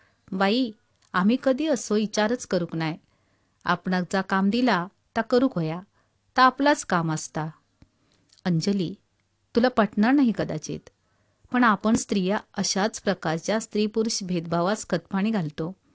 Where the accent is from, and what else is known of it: Maharashtra, India